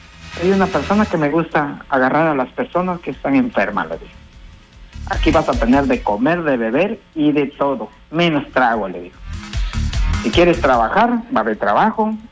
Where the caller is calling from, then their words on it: Chetumal, Quintana Roo, Mexico; Pues acá de Chetumal, Quintana Roo.